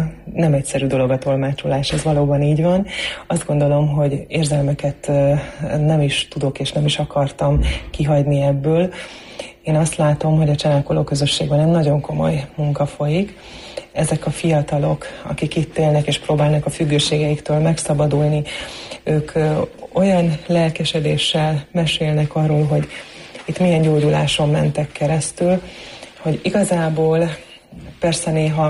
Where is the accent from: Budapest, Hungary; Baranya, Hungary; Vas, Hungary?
Vas, Hungary; first language Croatian; Hungarian is a second language; Horvát felmenőkkel rendelkezem. Én egy Gradisztyei horvát falunak a lakója vagyok, az én szüleim horvátok, horvát nemzetiségűek. Ez azt jelenti, hogy mi a családban igazából gyerekkoromtól fogva horvátul beszéltünk, igen, anyai, apai ágon is a felmenőim horvátok